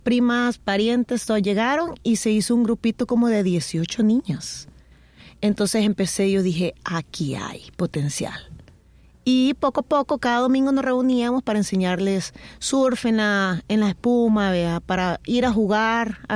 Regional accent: Santa Tecla, La Libertad, El Salvador; born there; moved away as an adult; now in Playa El Zonte, El Salvador; Yo nací en Santa Tecla, soy de La Libertad, del departamento de La Libertad, pero no en la costa.

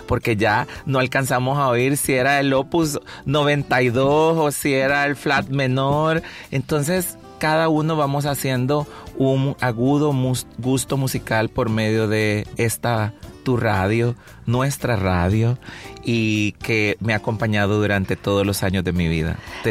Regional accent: El Salvador; nosotros proponemos como artistas salvadoreños

